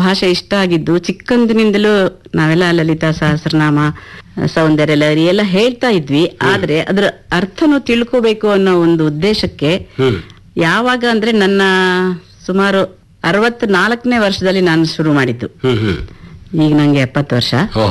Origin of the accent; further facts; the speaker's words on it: Hampi, Karnataka, India; ಹೌದು, ಬಳ್ಳಾರಿ ಜಿಲ್ಲೆ ಹಂಪೆಯಲ್ಲೇ ನಾವು ಹುಟ್ಟಿದ್ದು ಬೆಳೆದಿದ್ದು ಎಲ್ಲಾನು.